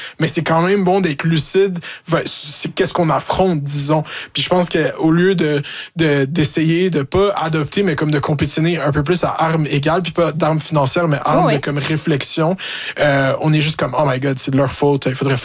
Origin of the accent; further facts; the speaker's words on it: Quebec, Canada; forcément, on est Québécois.